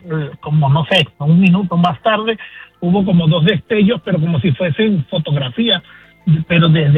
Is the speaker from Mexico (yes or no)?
no; Venezuela; Mira, una vez en mi país, yo soy de Venezuela, yo manejaba un camión de noche